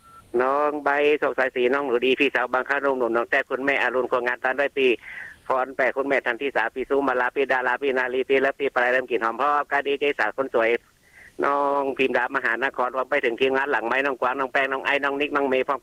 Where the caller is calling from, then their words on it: Mae Mo, Lampang, Thailand; ลำปางครับแม่เมาะครับผม